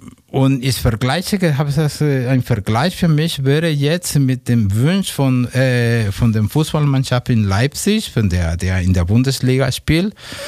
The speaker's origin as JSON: {"language": "German", "country": "Mexico", "second_language": "German", "said": "Ich bin Mexikaner."}